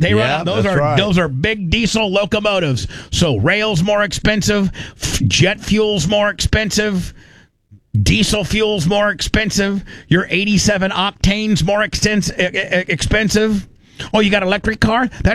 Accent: United States; as an American who wants what's best for our country

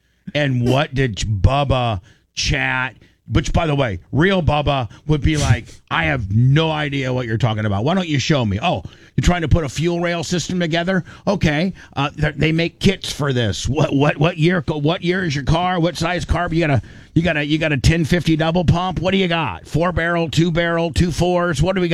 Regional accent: Tampa, Florida, United States; because it knows I'm from Tampa

